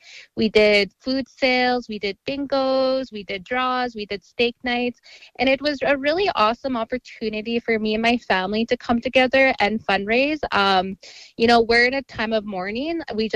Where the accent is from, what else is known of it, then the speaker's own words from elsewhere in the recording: Saskatchewan, Canada; I'm from the Ojibwe's First Nation, situated in Treaty 4.